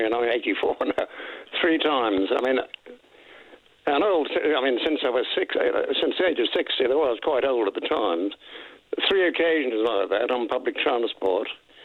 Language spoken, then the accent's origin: English; Liverpool, North West England, United Kingdom; I'm a Scouser, I still support Liverpool as football.